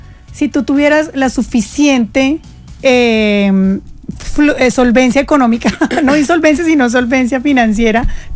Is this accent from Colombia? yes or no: yes; Colombia; para nosotros, sobre todo los colombianos